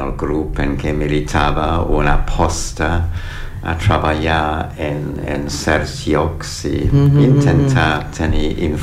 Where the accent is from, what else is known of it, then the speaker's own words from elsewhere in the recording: London, United Kingdom; Catalan is a second language; moved away as an adult; jo vaig néixer a Londres, però no vaig viure de nen en el centre de Londres. Vivíem en un en el metro de Londres, però a uns 30 quilòmetres del centre, no?